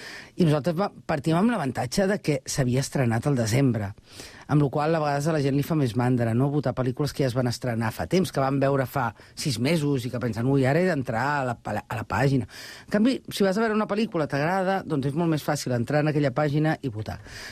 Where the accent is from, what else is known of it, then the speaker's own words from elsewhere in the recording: Barcelona, Catalonia, Spain; moved away as an adult; now in Sant Cugat del Vallès, Spain; em sento molt santcugatenca després de més de 20 anys visquent aquí, però jo sóc nascuda a Barcelona